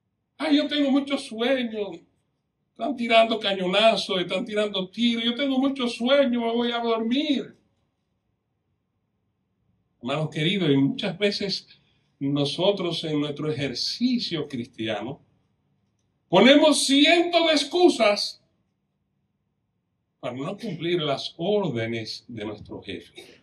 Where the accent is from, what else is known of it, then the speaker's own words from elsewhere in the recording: Dominican Republic; En mi país, en la República Dominicana